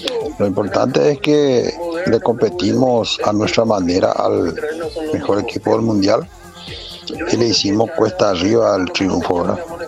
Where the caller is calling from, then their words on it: Paraguay; yo como paraguayo